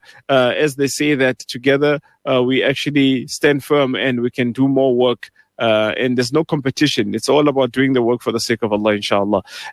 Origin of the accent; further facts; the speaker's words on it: Pretoria, Gauteng, South Africa; I mean, originally I'm from Pretoria myself, studied first year in my in terms of the Mu'allim course in Lodium, then came to Johannesburg.